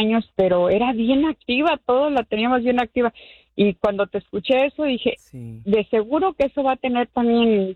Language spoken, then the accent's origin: Spanish; Chapala, Jalisco, Mexico; moved away as an adult; now in United States; Somos originarios de Chapala